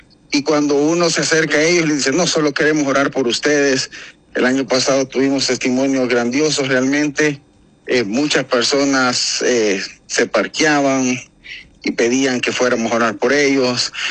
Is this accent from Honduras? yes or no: yes; Honduras; nuestro bello país Honduras